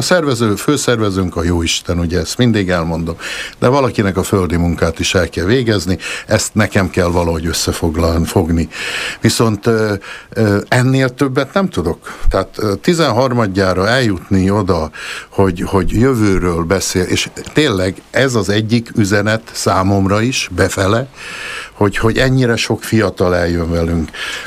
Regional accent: Erdőkürt, Nógrád, Hungary; életemben erdőkürtöt is, a szülőfalumot is alig hagytam

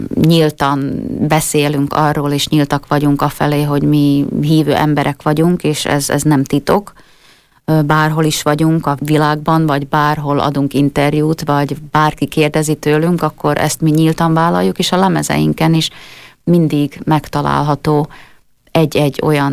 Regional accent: Southern Slovakia, Slovakia

